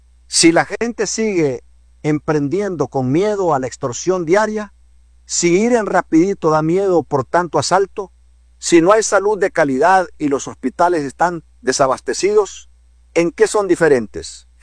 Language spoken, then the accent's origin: Spanish; Honduras; esos somos nosotros, los hondureños.